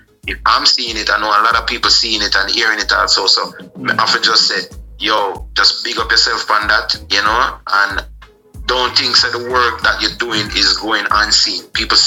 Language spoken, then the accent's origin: English; Jamaica; I'm from Jamaica